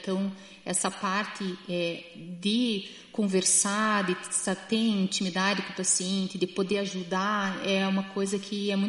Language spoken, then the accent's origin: Portuguese; Curitiba, Paraná, Brazil; Curitibana, sempre aqui.